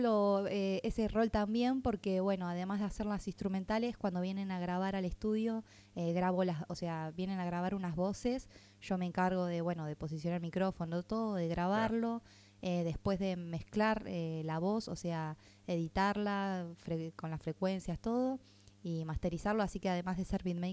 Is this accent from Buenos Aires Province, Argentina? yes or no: yes; Nueva Atlantis, Buenos Aires Province, Argentina; soy del Partido de la Costa, soy de Nueva Atlantis